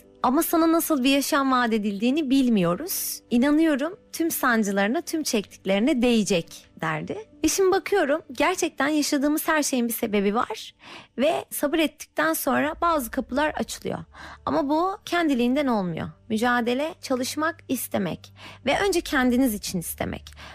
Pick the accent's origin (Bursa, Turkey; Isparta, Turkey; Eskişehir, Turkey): Eskişehir, Turkey; born there; Eskişehir doğumluyum.